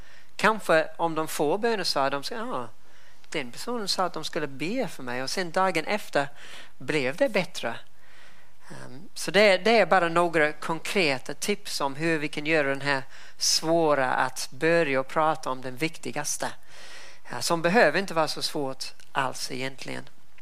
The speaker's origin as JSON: {"language": "Swedish", "country": "New Zealand", "said": "sen nämnde hon mitt hemland Nya Zeeland, och det var en diskussion om dödshjälp"}